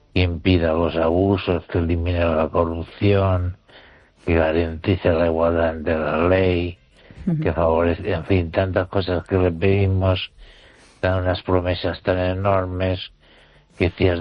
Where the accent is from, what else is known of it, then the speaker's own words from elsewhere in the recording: Spain; Y no quiero ser recordado como una persona chacosa, sino como un español que razona.